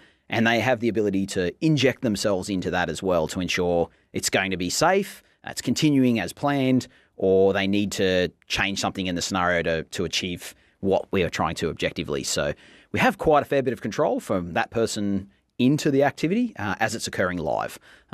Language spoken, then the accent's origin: English; Gilgandra, New South Wales, Australia; born or raised there